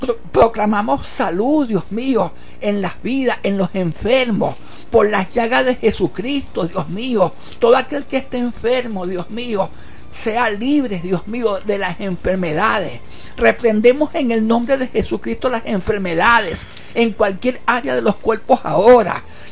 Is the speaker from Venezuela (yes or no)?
yes; Venezuela; para que tu gloria sea declarada en mi pueblo de Venezuela y tus maravillas en mi nación.